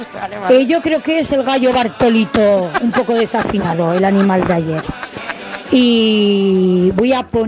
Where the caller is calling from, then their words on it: Barbastro, Aragon, Spain; de Barbastro y escucho Radio Somontano en el móvil.